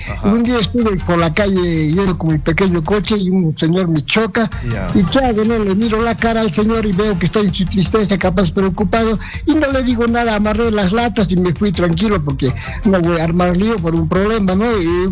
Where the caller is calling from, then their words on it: Puno, Peru; le llamo de Puno.